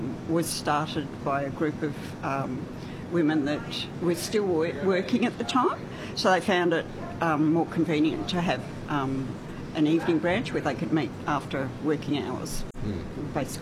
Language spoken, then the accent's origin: English; Mortlake, Victoria, Australia; Well, I grew up here in Mortlake, and like many of my generation, left when I finished high school.